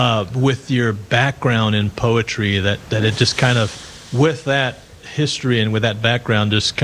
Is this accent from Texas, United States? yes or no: yes; Kyle, Texas, United States; I'm from Kyle, Texas.